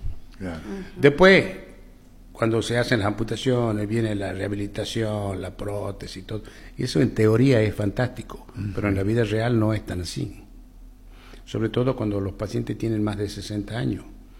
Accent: Frías, Santiago del Estero, Argentina; moved away as an adult; also born or lived in Tucumán / Buenos Aires; now in Santiago del Estero, Argentina; yo soy oriundo de Frías.

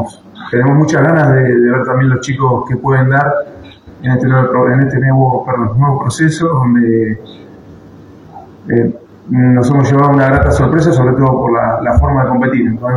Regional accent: Argentina; moved away as an adult; obviamente para ustedes también, somos argentinos. Y cuando salí a Perú fue una decisión difícil

